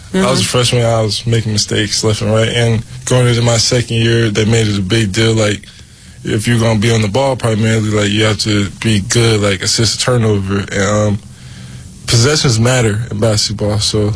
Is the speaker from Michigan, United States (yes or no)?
no; Las Vegas, Nevada, United States; Yeah, I was born and raised in Vegas, yeah. I grew up around, like, sports, honestly.